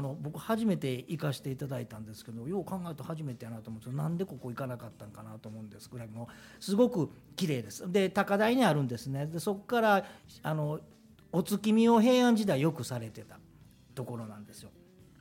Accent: Kansai, Japan; 僕ら関西の人間からすると

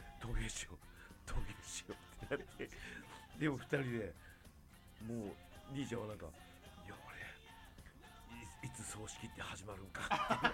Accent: Oita, Japan; born or raised there; accent: Oita dialect

